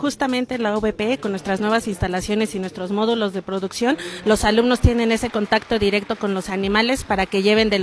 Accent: Pachuca, Hidalgo, Mexico; now in Puebla, Mexico; Yo soy de Pachuca.

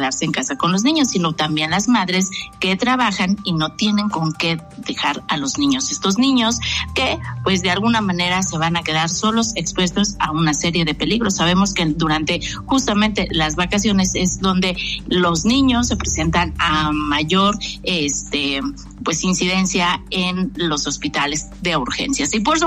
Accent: Mexico

